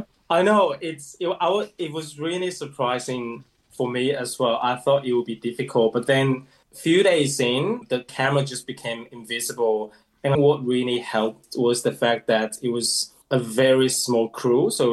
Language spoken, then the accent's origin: English; Fujian, China; moved away; my hometown in Fujian, and that's where my mom is